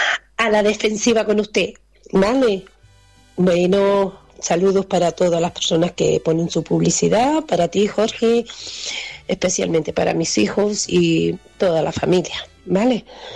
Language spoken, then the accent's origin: Spanish; Santa Lucía, Canary Islands, Spain